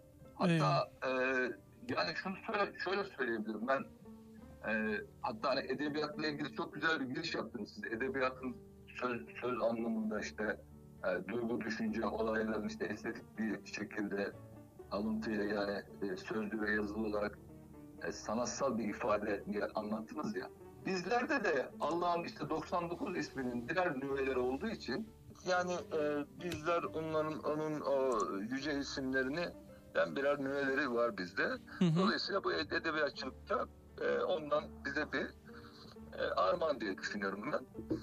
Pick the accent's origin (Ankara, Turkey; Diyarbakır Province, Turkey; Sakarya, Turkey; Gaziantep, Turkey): Sakarya, Turkey; Geyve; tabii benim memleketim Sakarya Gevenim ben.